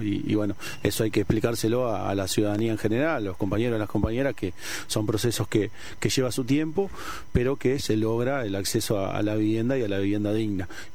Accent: Uruguay; tanto uruguayos como uruguayas

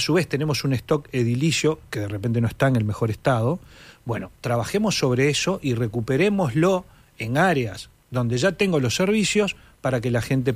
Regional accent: Uruguay; la mejor manera de vivir que necesitaríamos nosotros como uruguayos.

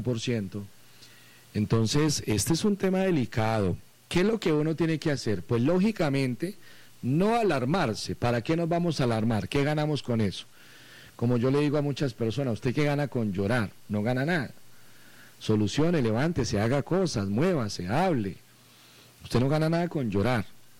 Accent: Colombia; nosotros, como buenos colombianos

